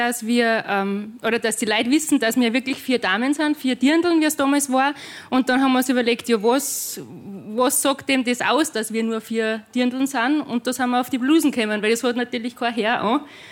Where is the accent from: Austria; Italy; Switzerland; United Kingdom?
Austria; Eisenerz, Styria; now in Salzburg, Austria; irgendwann bin ich dann vor der Steiermark von Eisenerz nach Salzburg gezogen